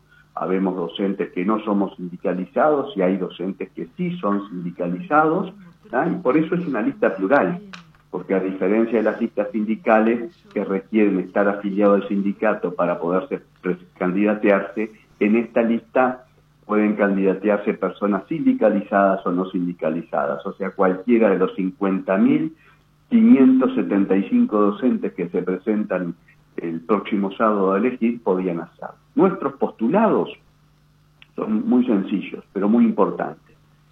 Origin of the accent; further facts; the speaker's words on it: Paysandú, Uruguay; moved away as an adult; also born or lived in Salto; soy nacido en Paysandú, estudié en Paysandú, hice la modalidad semilibre que íbamos a dar los exámenes a Montevideo